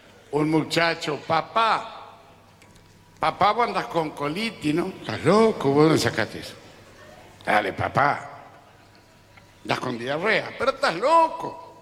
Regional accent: Alto Verde, Santa Fe, Argentina; also born or lived in Chaco santafesino; now in Buenos Aires, Argentina; Yo nací en el Chaco santafesino, me crié en Alto Verde, vine a Buenos Aires a buscar el aplauso

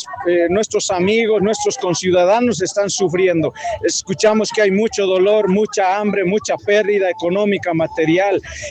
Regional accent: Bolivia; now in Tarija, Bolivia

